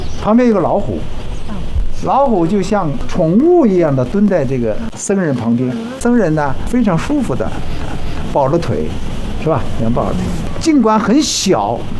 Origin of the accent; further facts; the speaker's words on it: Kaifeng, Henan, China; 我们开封人